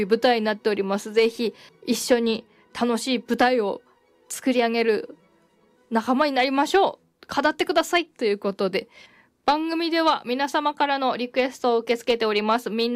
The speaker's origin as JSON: {"language": "Japanese", "town": "Hachinohe", "region": "Aomori", "country": "Japan", "tie": "born or raised there", "said": "私たち八戸出身のオペラ歌手が中心となった"}